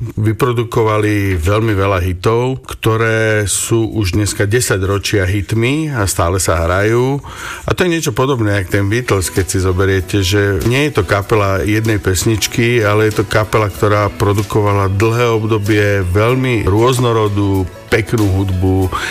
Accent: Bratislava, Bratislava Region, Slovakia; Áno, som rodák z Bratislavy. Mám k tomuto mestu naozaj, by som povedal, aj citový vzťah.

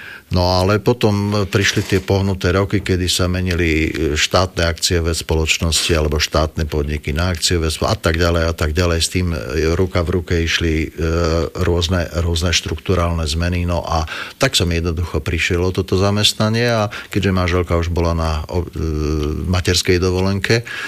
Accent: Košice, Košice Region, Slovakia; also born or lived in Bratislava; pretože naozaj odkedy už moji rodičia nežijú a teda svojím spôsobom nemám veľmi za kým chodiť dozvolená, tak som Košičan jednoducho.

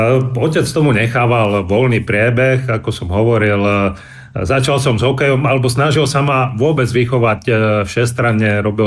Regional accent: Bratislava, Bratislava Region, Slovakia; also born or lived in Trenčín; napriek tomu, že pochádzam z Trenčína, alebo narodil som sa tam, tak som vyrastal v Bratislave, pretože otec, tiež bývalý skvelý cyklista, československý reprezentant, dostal miesto v Interi Bratislava, takže ja som vyrastal v Bratislave.

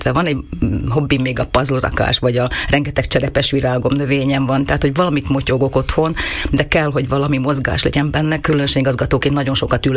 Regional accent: Krásnohorské Podhradie, Košice Region, Slovakia; also born or lived in Várhosszúrét (Kunova Teplica); Ugye hegyek, erdő között nőttem föl, és a gyerekkorom Krasznokán, illetve nagymamámmal Várhosszúréten töltöttük

